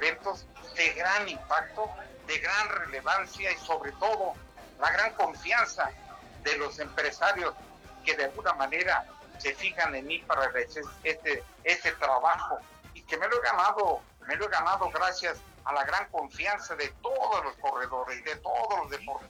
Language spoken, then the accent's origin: Spanish; Tlaxiaco, Oaxaca, Mexico; estar en mi tierra natal, en la heroica ciudad de Tlaxiaco